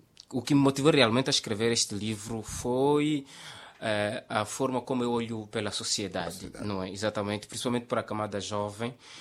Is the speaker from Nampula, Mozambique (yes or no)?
no; Pebane, Zambezia, Mozambique; also born or lived in Bajone, Zambezia; Entretanto, saí de lá muito cedo e muito pequeno. Fui crescer no distrito de Pebani, onde praticamente desde os meus 11 anos vivo. E estudei lá praticamente toda a minha vida.